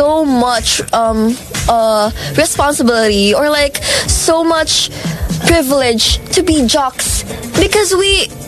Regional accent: Philippines

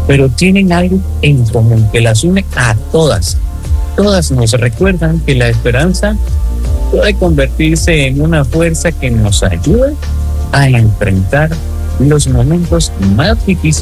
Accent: Costa Rica; para nosotros como costarricenses

